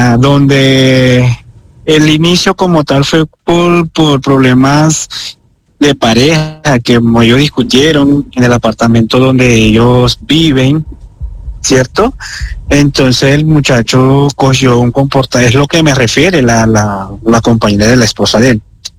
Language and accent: Spanish; Zulia, Venezuela; moved away as an adult; now in Mosquera, Colombia; nosotros somos naturalmente de Zulia, nosotros somos de allá. Nosotros venimos, bueno, yo tengo acá radicado 5 años, ya ella vino, ya tendría por ahí como 2 años de estar acá, en Mosquera.